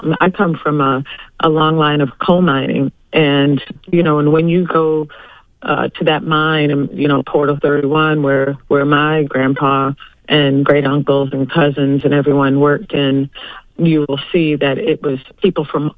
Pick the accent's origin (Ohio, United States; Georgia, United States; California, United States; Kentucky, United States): Kentucky, United States; Harlan; now in New York City, United States; being raised in Kentucky myself and with my whole family from there since the beginning of time.